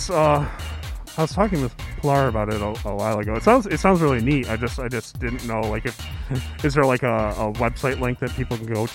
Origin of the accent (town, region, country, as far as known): Detroit, Michigan, United States